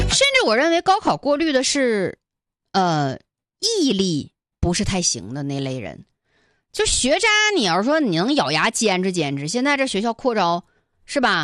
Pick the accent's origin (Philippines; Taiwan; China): China; Northeast China; accent: Northeastern dialect; 跟我们东北话说就是图啥呀